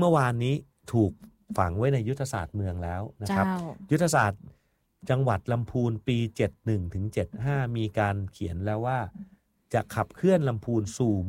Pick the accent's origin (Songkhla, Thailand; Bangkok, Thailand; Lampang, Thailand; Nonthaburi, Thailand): Bangkok, Thailand; moved away as an adult; now in Lamphun, Thailand; ผมซึ่งเป็นคนกรุงเทพมากกว่าครึ่งชีวิตเนี่ยนะ